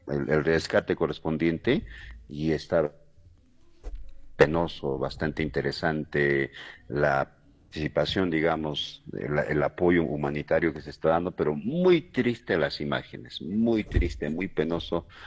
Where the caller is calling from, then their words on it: Sicuani, Cusco, Peru; mi familia está pues aquí en la ciudad de Sicuani. Por lo pronto, en todo caso, yo también me encuentro en la ciudad de Sicuani